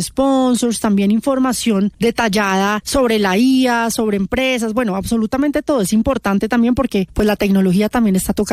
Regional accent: Colombia; el talento colombiano, y no lo decimos nosotros que somos colombianos

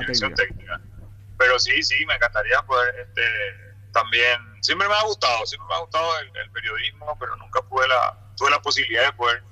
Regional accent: Paraguay

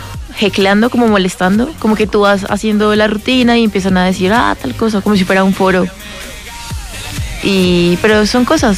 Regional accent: Cúcuta, Norte de Santander, Colombia; Yo soy de Cúcuta.

